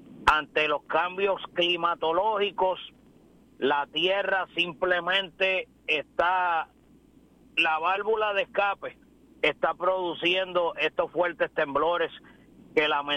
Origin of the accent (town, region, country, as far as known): Puerto Rico